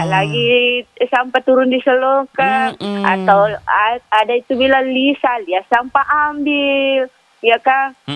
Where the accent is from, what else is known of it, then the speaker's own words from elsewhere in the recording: Makassar, South Sulawesi, Indonesia; sebagai warga Kota Makassar yang baik